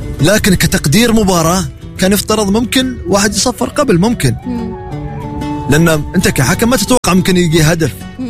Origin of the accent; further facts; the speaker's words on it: Salalah, Dhofar, Oman; أنا من صلالة،